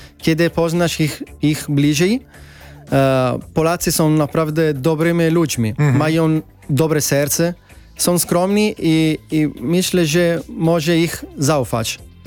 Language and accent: Polish; Italy; Polish is a second language; jestem we Włoszech i prawie wszyscy kochają Włoch, więc kiedy ja powiem, że jestem z Włoch, byłem na wakacje, Włochy są przepiękne